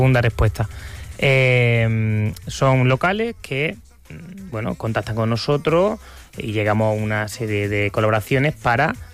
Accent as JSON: {"language": "Spanish", "town": "Córdoba", "region": "Andalusia", "country": "Spain", "lives_now": "Barcelona, Spain", "said": "Y bueno, yo soy del sur, llevo aquí ya casi 9 años."}